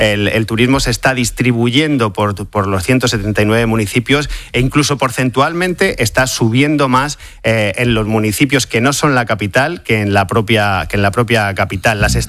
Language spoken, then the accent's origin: Spanish; Murcia, Region of Murcia, Spain; Sin ir más lejos, yo soy de Murcia